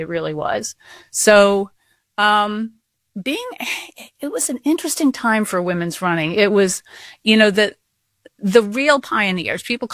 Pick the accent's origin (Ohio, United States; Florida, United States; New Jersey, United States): New Jersey, United States; moved away as an adult; now in New York, United States; I moved to the New York area when I graduated, moved back to this area. I'm from New Jersey, but moved into the city in 1983.